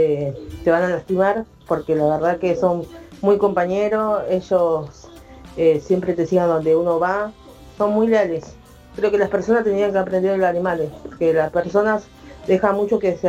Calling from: Guernica, Buenos Aires Province, Argentina; de Guernica.

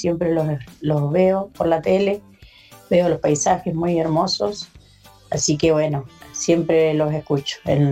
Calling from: San Rafael, Mendoza, Argentina; de San Rafael, Mendoza.

